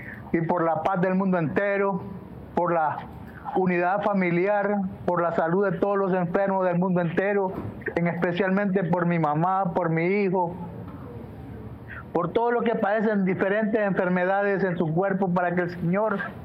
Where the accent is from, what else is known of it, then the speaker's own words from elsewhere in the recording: Matagalpa, Nicaragua; Somos de Nicaragua, de Matagalpa, de Ciudad Arillo.